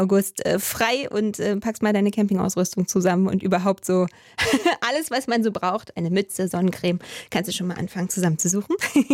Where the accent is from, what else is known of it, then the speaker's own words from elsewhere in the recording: Berlin, Germany; Ich bin ja auch Berlinerin